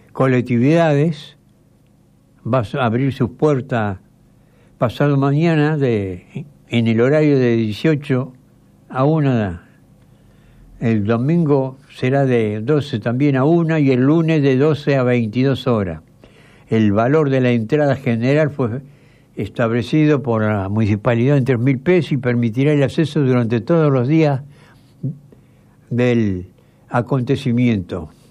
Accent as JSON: {"language": "Spanish", "region": "Santa Fe", "country": "Argentina", "said": "como somos santafesinos también"}